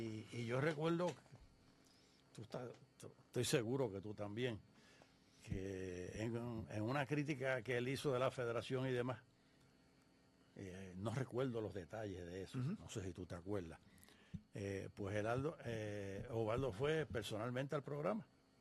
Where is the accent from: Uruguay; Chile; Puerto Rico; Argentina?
Puerto Rico